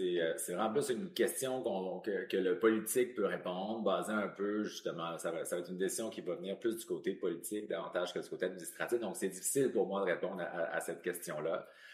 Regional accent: Montreal, Quebec, Canada; Moi, en tant que Montréalais

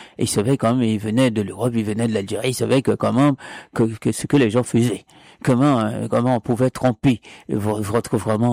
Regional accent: Jacmel, Sud-Est, Haiti; born there; il a été enterré à Jacmel, hein, dans ma ville natale.

